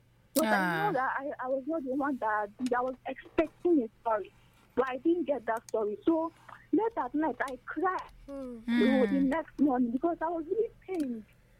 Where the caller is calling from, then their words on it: Udi, Enugu State, Nigeria; I'm calling from Udi.